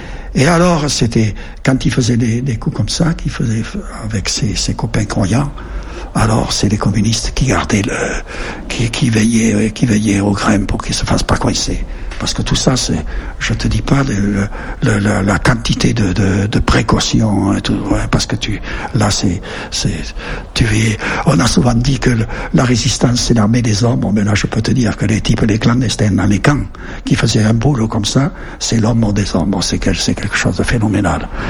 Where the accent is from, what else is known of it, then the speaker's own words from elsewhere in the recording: Melk, Lower Austria, Austria; Et ce prêtre, à un moment donné, si tu veux, a tout fait pour rester chez nous à Melk.